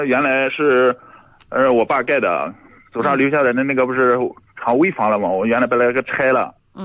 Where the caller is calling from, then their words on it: Ruicheng, Shanxi, China; 我是芮城的。